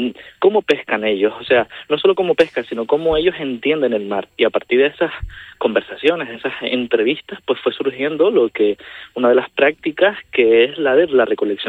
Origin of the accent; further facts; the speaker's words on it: Ingenio, Canary Islands, Spain; born there; Pues yo nací en Gran Canaria, específicamente en el municipio de Ingenio.